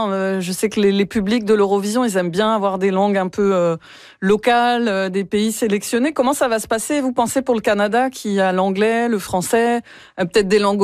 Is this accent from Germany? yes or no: no; France; moi je viens de France